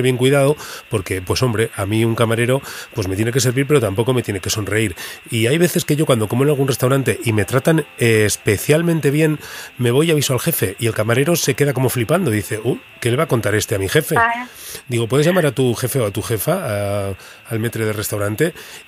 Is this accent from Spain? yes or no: yes; Burgos, Castile and León, Spain